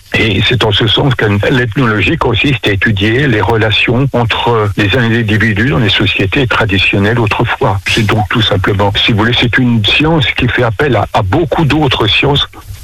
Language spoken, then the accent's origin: French; Le Mans, Pays de la Loire, France; born there; Je suis pas tout jeune. Je suis né en 1941 au Mans, donc citadin largement octogénaire.